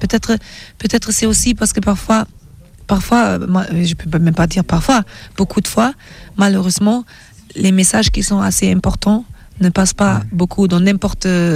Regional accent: Germany; j'aime les bretzels aussi, parce que j'ai grandi en Allemagne

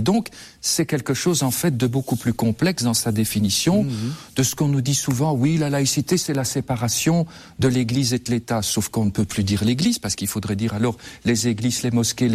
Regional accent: Belgium; chez nous, en Belgique

